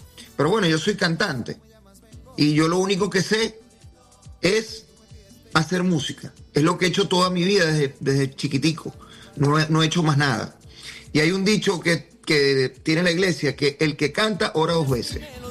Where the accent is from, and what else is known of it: Venezuela